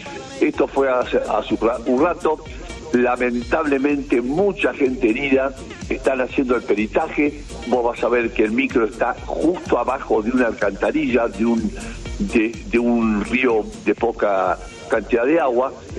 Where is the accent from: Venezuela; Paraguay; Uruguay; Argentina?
Argentina; casi todos tenemos una sangre española, por supuesto somos muy argentinos